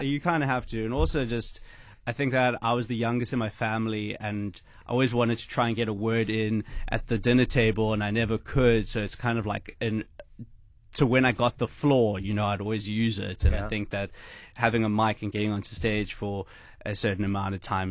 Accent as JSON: {"language": "English", "town": "George", "region": "Western Cape", "country": "South Africa", "tie": "born or raised there", "moved": "as an adult", "said": "growing up in George. That's where I'm from. That's where I spent my first 18 years."}